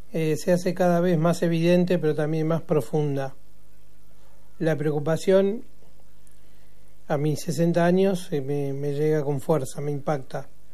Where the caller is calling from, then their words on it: Buenos Aires, Argentina; desde acá, desde Parque Chas, de la ciudad de Buenos Aires.